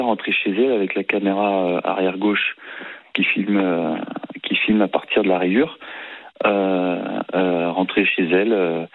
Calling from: Cavalaire-sur-Mer, Provence-Alpes-Côte d'Azur, France; Moi, j'habite à Cavalaire-sur-Mer

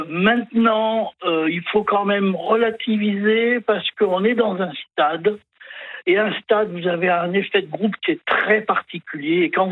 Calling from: Évian-les-Bains, Auvergne-Rhône-Alpes, France; Évian-les-Bains.

